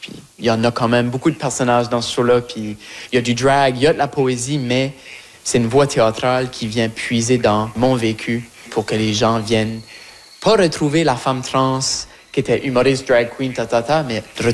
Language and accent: French; Shediac, New Brunswick, Canada; now in Montreal, Canada; vivre à Montréal, mais de vouloir retourner à Shediac, que oui, c'est ma ville natale que j'aime. Love you, Shediac.